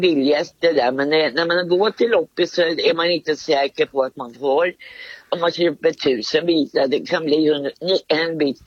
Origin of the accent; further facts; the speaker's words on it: Stockholm, Stockholm County, Sweden; now in Norrköping, Sweden; Nej, jag är från Stockholm. Men låter några ord är från Stockholm, men inte mycket säger de.